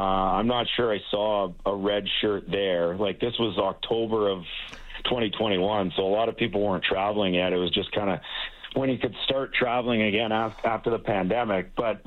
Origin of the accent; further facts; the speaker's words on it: Canada; But everyone knew I was from Canada. I must have posed for 50 pictures.